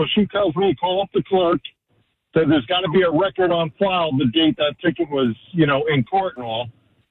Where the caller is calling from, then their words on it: New Jersey, United States; from North Jersey.